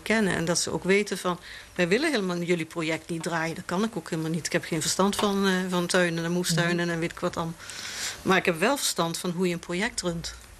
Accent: Netherlands; Ik kom uit Nederland.

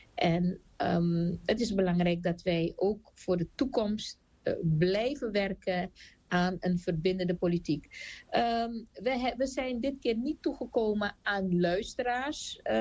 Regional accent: Suriname; Ik ben geboren en getogen Surinamer, maar ik heb een vaderland van Surinamer en een moederland Nederland.

